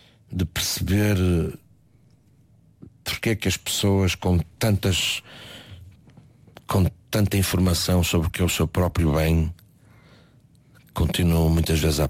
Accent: Portugal; somos nós, portugueses, temos que tomar em mãos e exigir

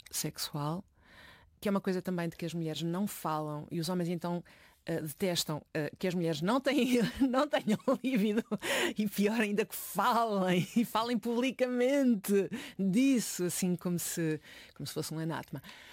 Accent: Norte, Portugal; also born or lived in Porto; now in Lisbon, Portugal; Eu cresci no Norte, depois vivi no Porto e quando cheguei a Lisboa eu acho que fui olhada como uma bárbara

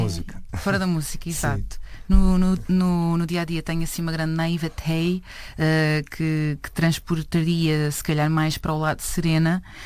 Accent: Vilar, Lisbon, Portugal; Sou da aldeia do Vilar, no concelho do Cadaval.

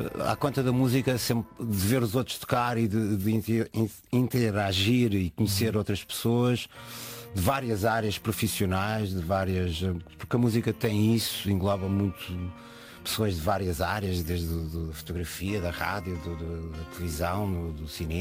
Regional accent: Lisbon, Portugal; o sítio onde eu nasci, que sou mesmo de Lisboa, adoro Lisboa

